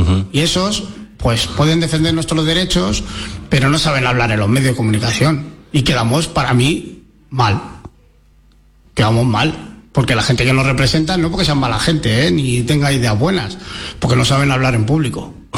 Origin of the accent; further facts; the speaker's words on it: Madrid, Community of Madrid, Spain; Mira que yo soy madrileño y me conozco Madrid de pe a pa